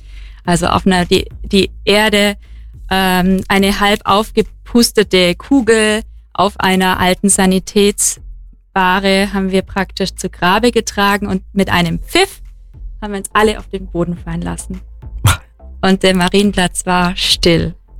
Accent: Bavaria, Germany; now in Kempten, Germany; Ich bin aus der Nähe von Marktoberdorf. Mhm. Und wohne jetzt in Kempten.

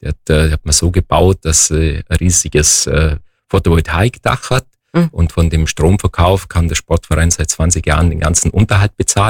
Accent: Wildpoldsried, Bavaria, Germany; also born or lived in Weiden; Ich war zwar zuerst ein paar Jahre in Weidna, weil meine Eltern Lehrer waren und auch versetzt wurden, wie das so üblich ist bei Lehrer. Das heißt, ich bin in Weidna geboren und die ersten Jahre in Weidna aufgewachsen und dann kamen wir wieder zurück. Mein Elternhaus war schon in Wildpolsried.

